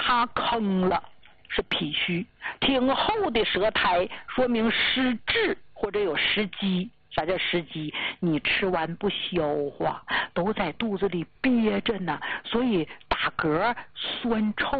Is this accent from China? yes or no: yes; Jilin, China; 那么在咱们家乡，就咱们吉林老家这块，现在大热天儿